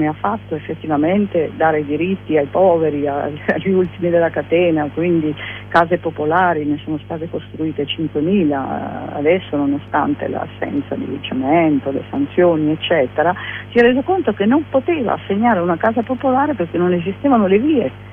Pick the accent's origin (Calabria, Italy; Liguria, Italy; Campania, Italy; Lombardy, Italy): Liguria, Italy; io sono della Liguria, del Ponente Ligure